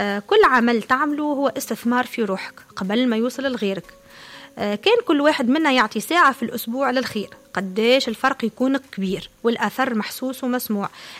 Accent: Tunisia; عدد الجمعيات اللي عندنا في تونس اللي هي ماهيش شويه

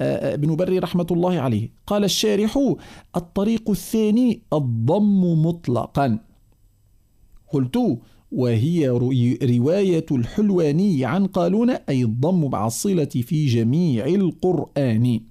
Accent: Tunisia; عندنا في تونس

